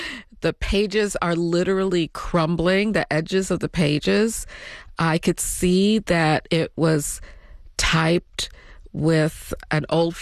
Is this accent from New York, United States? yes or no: no; Chicago, Illinois, United States; I knew growing up in Chicago in the 1960s that my f